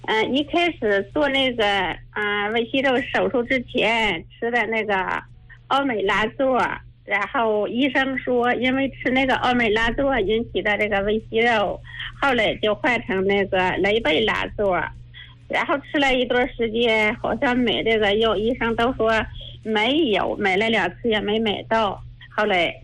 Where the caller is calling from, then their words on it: Xingtai, Hebei, China; 我是河北邢台的。